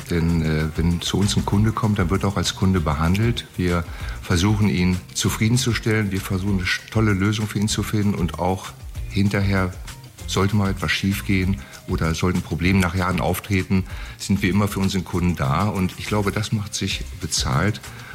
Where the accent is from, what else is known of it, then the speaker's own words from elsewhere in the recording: Burgwedel, Lower Saxony, Germany; Burgwedel ist eigentlich meine Heimat. Ich lebe seit meinem 10. Lebensjahr hier.